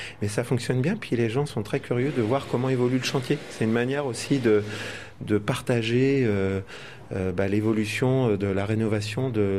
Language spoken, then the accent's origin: French; Nantes, Pays de la Loire, France; born there; now in Pont-Aven, France; Je suis né à Nantes, mais fier d'être de souche bretonne, et je vis à Pont-Aven depuis 30 ans.